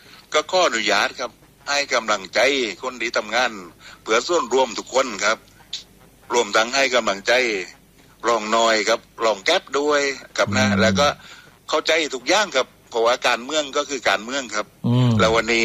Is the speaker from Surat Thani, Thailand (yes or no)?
yes; Surat Thani, Thailand; เห็นมาตั้งแต่เด็กๆเห็นเรื่องประเพณีจักพระเราภูมิใจครับว่าคนสุราษฎร์นี่ทำได้ยิ่งใหญ่มาก